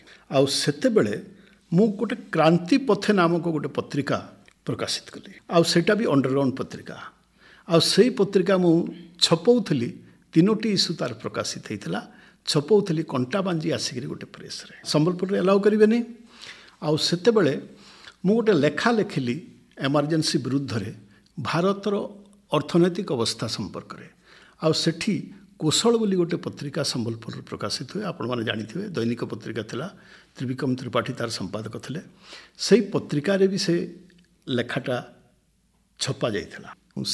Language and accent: Odia; Odisha, India; ଆଉ ଏସ୍ପିଙ୍କୁ କହିଲି ମୁଁ ଜଣେ ସାମ୍ବାଦିକ, ଆଉ ମୋ ଘର ହେଉଛି କଳାହାଣ୍ଡି